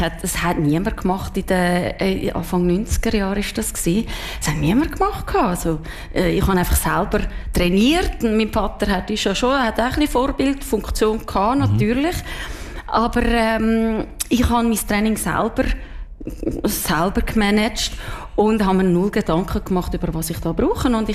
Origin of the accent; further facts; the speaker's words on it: Zurich, Switzerland; accent: Zurich German; now in Solothurn, Switzerland; warum redest du Zürichdeutsch? Und ich so, das habe ich immer schon geredet.